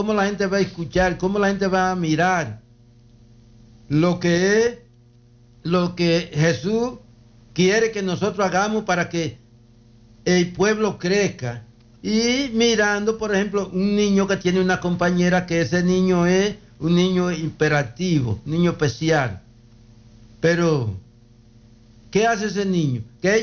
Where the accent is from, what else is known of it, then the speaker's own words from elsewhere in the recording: Dominican Republic; allá en mi tierra, La Canela